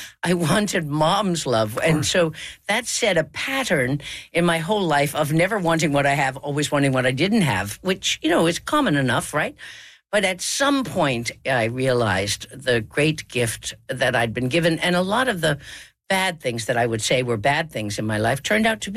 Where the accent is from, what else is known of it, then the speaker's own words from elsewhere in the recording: St. John's, Newfoundland and Labrador, Canada; moved away; I grew up in St. John's.